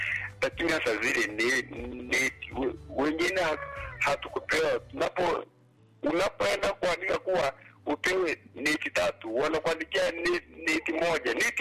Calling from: Serengeti District, Mara, Tanzania; Nyamitita, wilaya Serengeti.

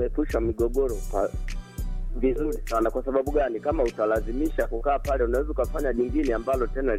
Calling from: Kalenga, Iringa, Tanzania; natokea Kalenga.

